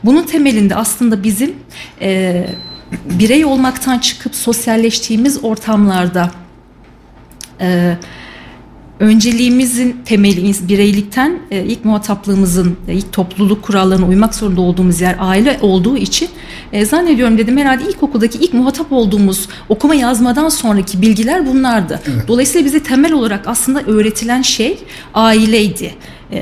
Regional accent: Eskişehir, Turkey; born there; now in Kayseri, Turkey; 1982 yılı Eskişehir'de doğdum. İlk ve orta öğretimde farklı şehirlerde, farklı okullarda okudum.

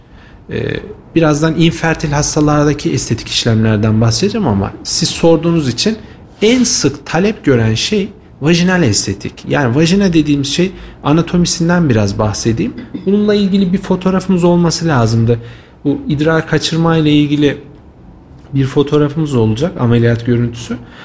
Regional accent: Kayseri, Turkey; moved away as an adult; Ben aslen Kayserliyim. Üniversite yıllarında Kayseri dışında eğitim alman vesilesiyle dışarıda bir müddet kaldım ve yaklaşık 6 yıldır tekrar memleketim olan Kayseri'de görev yapmaktayım.

